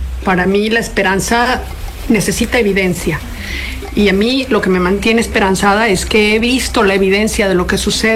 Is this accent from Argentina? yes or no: no; Mexico; moved away; voy como mexicana, como bióloga marina, voy como ciudadana preocupada por los recursos de mi país y realmente con muchísimo orgullo de ser mexicana.